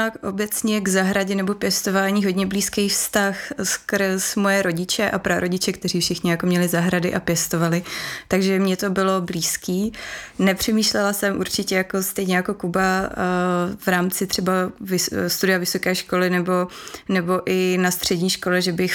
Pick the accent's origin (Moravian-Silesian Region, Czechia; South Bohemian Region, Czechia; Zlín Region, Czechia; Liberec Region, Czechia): South Bohemian Region, Czechia; Písek; Já jsem z Písku